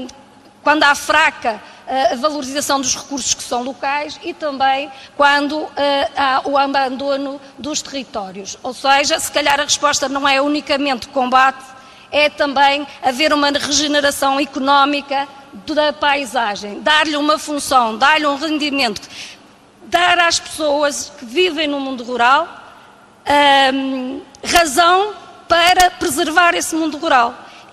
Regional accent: Minho, Portugal; como um ser autóctone que sou minhoto, falo isto porquê? Porque vivo numa aldeia

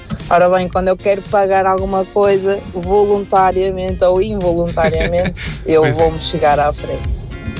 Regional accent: Porto, Norte, Portugal; com boa nortonha que sou, nascida e criada no Porto

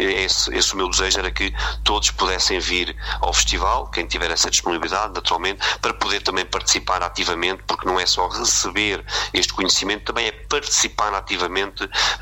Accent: Aldeia do Mato, Centro, Portugal; eu sou natural da Aldeia do Mato

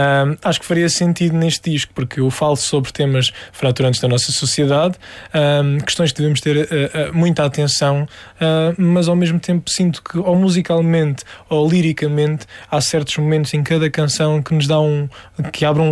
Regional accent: Algarve, Portugal; olha, eu sou algarvio, isto sou eu.

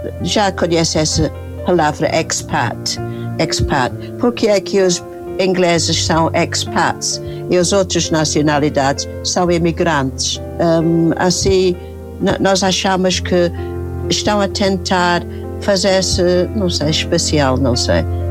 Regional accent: England, United Kingdom; Portuguese is a second language; Sim, mas por outro lado, há muitas inglesas, porque sou inglesa, não é? Há muitas inglesas residentes aqui que fazem muitas coisas boas também.

